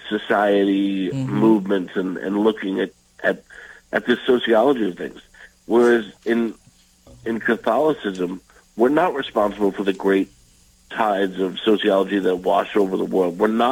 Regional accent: United States; as an American

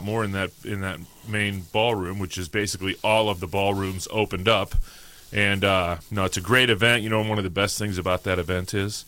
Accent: St. Louis, Missouri, United States; You spent last weekend in my hometown.

